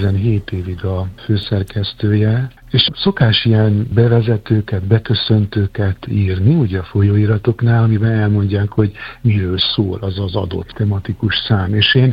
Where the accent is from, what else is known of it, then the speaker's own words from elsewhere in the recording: Vojvodina, Serbia; Jugoszláviában 90-es években lettem ugye kamasz, akkor háború volt